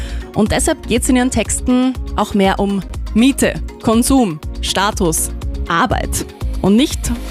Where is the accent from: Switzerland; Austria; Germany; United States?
Austria; Graz, Styria; Also ich selber, ich bin in Graz aufgewachsen und da bin ich auch sehr froh drüber. Eine Stadt, nicht so groß, recht sicher, kurze Wege